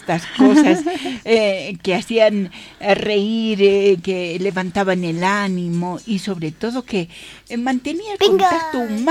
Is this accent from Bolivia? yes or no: yes; Bolivia; ¿Qué haremos los bolivianos, no?